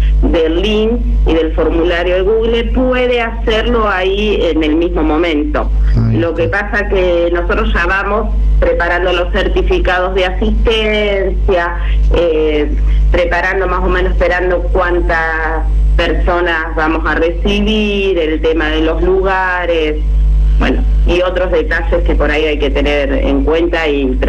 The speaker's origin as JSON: {"language": "Spanish", "town": "San José de la Esquina", "region": "Santa Fe", "country": "Argentina", "also_born_or_lived": "Arteaga", "said": "yo soy de San José de la Esquina y Arteaga, y estoy entre las dos localidades."}